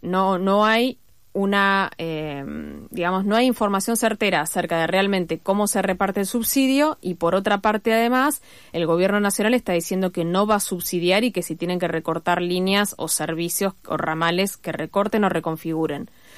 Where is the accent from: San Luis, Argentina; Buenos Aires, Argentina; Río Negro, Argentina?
Buenos Aires, Argentina; yo soy de Saavedra